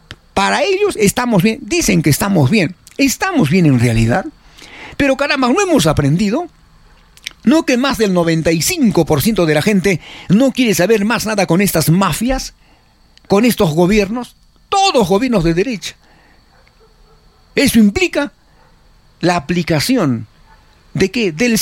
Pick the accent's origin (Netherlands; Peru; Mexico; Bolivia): Peru